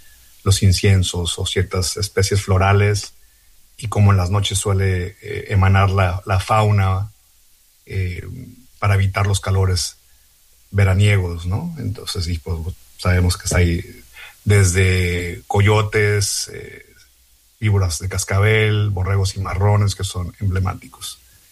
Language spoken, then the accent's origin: Spanish; Mexicali, Baja California, Mexico; born there; en el municipio de Mexicali, donde yo nací